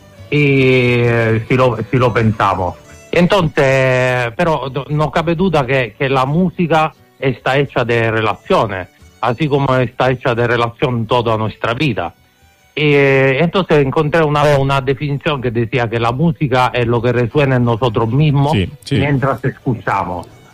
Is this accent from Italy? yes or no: yes; Italy; Spanish is a second language; moved away; Pues se entiende que soy italiano, ¿no?